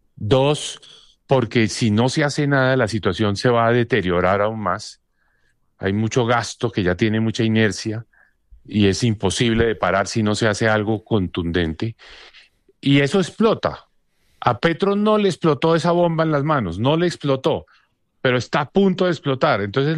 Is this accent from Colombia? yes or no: yes; Colombia; Pero lo logramos como colombianos